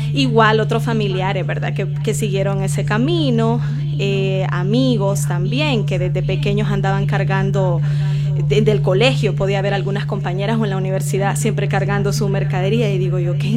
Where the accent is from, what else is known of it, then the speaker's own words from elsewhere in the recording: Tegucigalpa, Francisco Morazán, Honduras; en la Kennedy. Crecí en la Kennedy, estudié en el Instituto Católico Emiliano